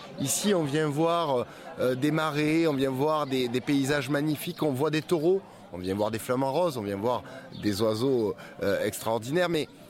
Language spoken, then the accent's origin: French; Vauvert, Occitanie, France; je suis un enfant du pays, comme on dit, donc enraciné, fier de mes racines vauverdoises et camarguaises. Donc j'ai ce territoire-là, je ne le quitterai jamais.